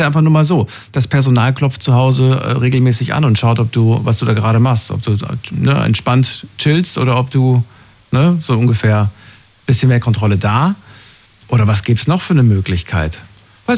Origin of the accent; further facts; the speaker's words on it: Thuringia, Germany; born there; Ich bin in Thüringen geboren, das war früher so.